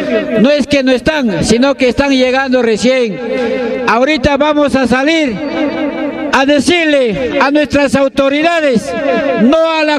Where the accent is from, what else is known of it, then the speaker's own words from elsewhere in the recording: Peru; somos peruanos